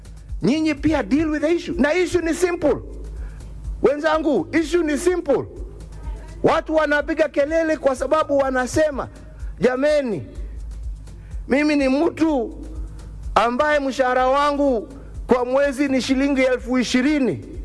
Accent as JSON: {"language": "Swahili", "country": "Kenya", "said": "Kama kweli sisi ni wa Kenya na tunapenda nchi yetu"}